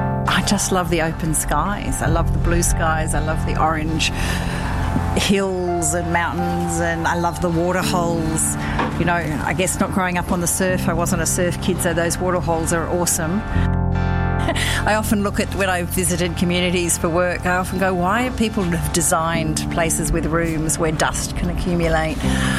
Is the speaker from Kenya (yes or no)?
no; Papua New Guinea; born or raised there; also born or lived in Sydney, Australia; now in Australia